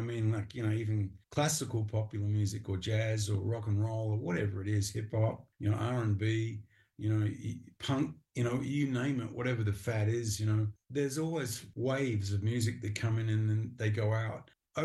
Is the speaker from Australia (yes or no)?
yes; Perth, Western Australia, Australia; I remember very clearly, you know, as a little kid growing up in Perth in Western Australia, Mum gave me a little transistor radio, and I used to put it under my pillow at night.